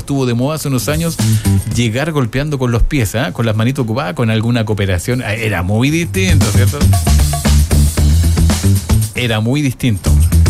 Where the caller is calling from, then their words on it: Calama, Antofagasta, Chile; de Calama.